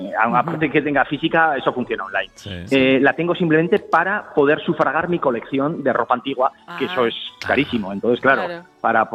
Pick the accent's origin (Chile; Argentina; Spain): Spain; Sabiñánigo, Aragon; now in Valderrobres, Spain; Yo soy de Sabiñánigo, de la provincia de Huesca, pero llevo ya aquí casi 26 años.